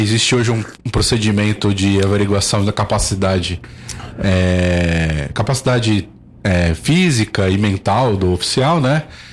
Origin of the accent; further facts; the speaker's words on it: São Paulo, Brazil; now in Nova Bassano, Brazil; Sou da capital de São Paulo, sou capital.